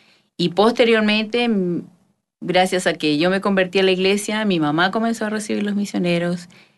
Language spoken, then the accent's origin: Spanish; Minas, Lavalleja, Uruguay; born there; Los dos somos de Minas, nacimos en Minas y pues nos conocimos en Minas también, que es una ciudad muy pequeñita